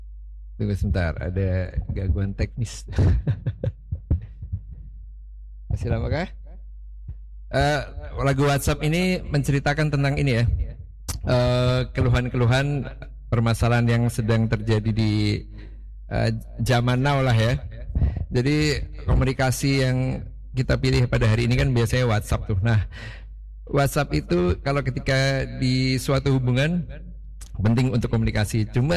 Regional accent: Semarang, Central Java, Indonesia; kita band asli dari Kota Semarang.

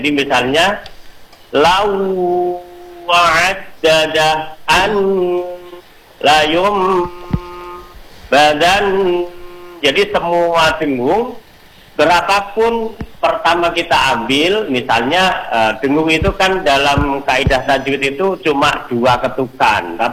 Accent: Java, Indonesia; saya orang Jawa

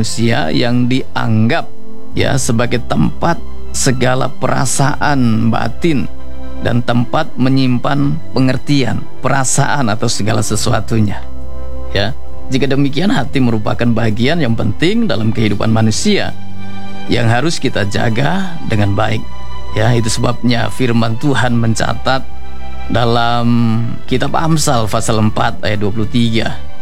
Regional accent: Papua, Indonesia; Istilah kita orang Papua bilang

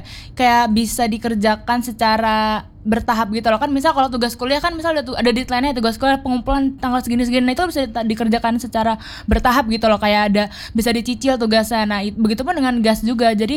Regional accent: Jakarta, Indonesia; moved away as an adult; now in Surabaya, Indonesia; aku jujur perantau dari Jakarta sejujurnya. Jadi aku butuh survive untuk di Surabaya ini.

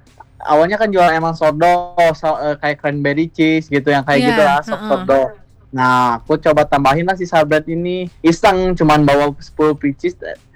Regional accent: Bandung, West Java, Indonesia; aku dari Cimuleuit. Aku berjualan apa ya, UMKMku tuh jualan sorbet sama sordo di daerah Cimuleuit.

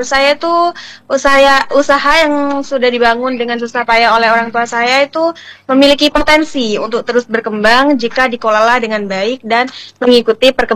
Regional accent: East Java, Indonesia; Perenduan

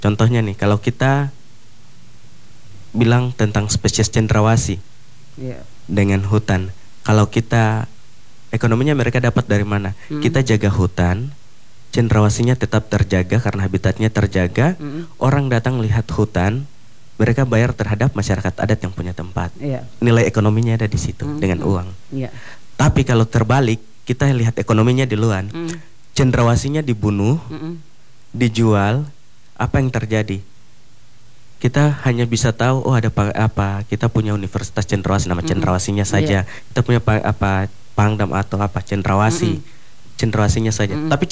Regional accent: Biak, Papua, Indonesia

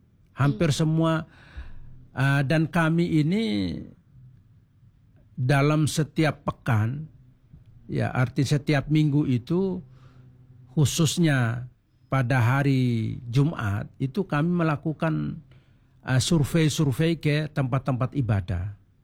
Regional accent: East Nusa Tenggara, Indonesia; born there; now in Surabaya, Indonesia; tempat kelahiran saya, yaitu di NTT sana, itu bahasanya itu hampir 100 lebih bahasa. Bahasa daerah maksud saya.

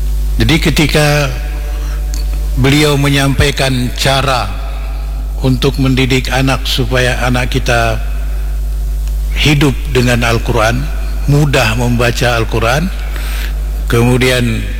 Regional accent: Aceh, Indonesia; Saya bilang saya dari Indonesia, dari Aceh.

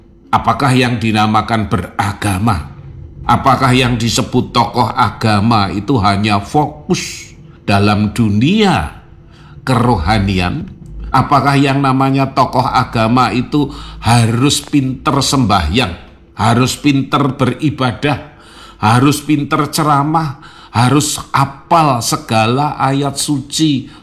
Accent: Surakarta, Central Java, Indonesia; karena saya orang Solo

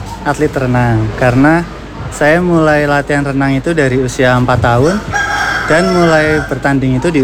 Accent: Banyumas, Central Java, Indonesia; born there; Saya kelahiran Banyumas, 9 Januari tahun 1992.

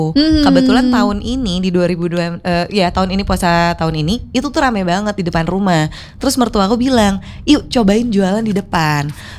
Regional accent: Palembang, South Sumatra, Indonesia; moved away as an adult; now in Bandung, Indonesia; Aku orang Palembang.

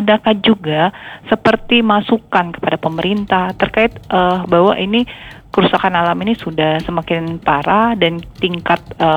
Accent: Malang, East Java, Indonesia; Kalau saya lihat nih, saya dari Malang.

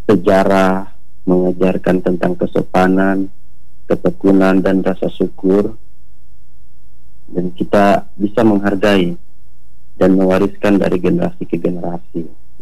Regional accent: East Nusa Tenggara, Indonesia; born there

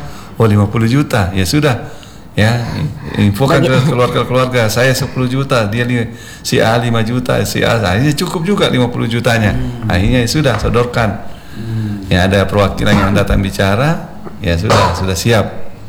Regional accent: South Sulawesi, Indonesia; di budaya kita Bugis Makassar

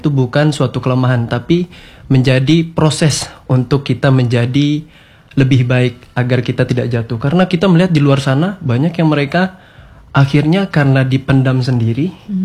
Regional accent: West Sumatra, Indonesia; now in Sumba, Indonesia; saya dari Sumatera Barat.

